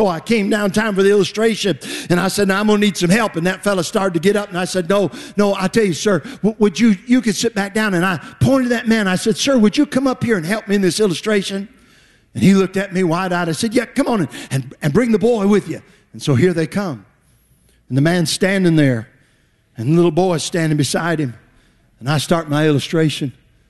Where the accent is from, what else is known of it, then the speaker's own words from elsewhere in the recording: the North, United States; I was a Yankee as a Yankee can get.